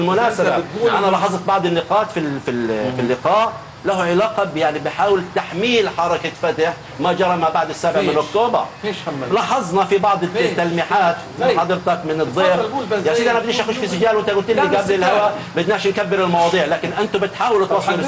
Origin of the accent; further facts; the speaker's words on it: Palestine; ماذا علينا أن نفعل كفلسطينيين؟